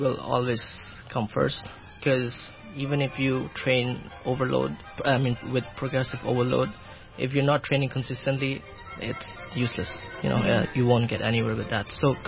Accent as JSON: {"language": "English", "country": "Pakistan", "second_language": "English", "said": "you're in a new industry and I'm from Pakistan as well."}